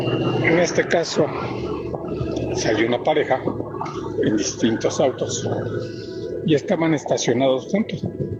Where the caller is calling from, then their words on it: Puebla, Mexico; de Puebla